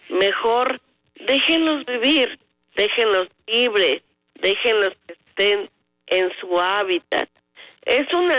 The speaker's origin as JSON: {"language": "Spanish", "region": "Puebla", "country": "Mexico", "said": "como buenos poblanos y como buenos mexicanos"}